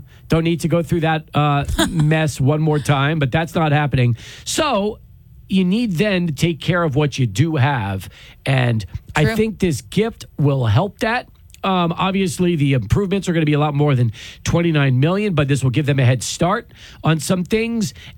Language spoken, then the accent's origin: English; El Paso, Texas, United States; I've grown up in that building. We moved here in 78.